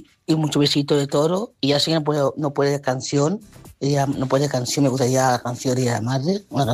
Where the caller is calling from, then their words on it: Terrassa, Catalonia, Spain; de Terrassa.